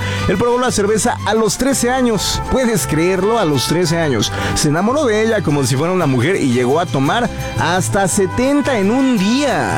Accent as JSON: {"language": "Spanish", "country": "Mexico"}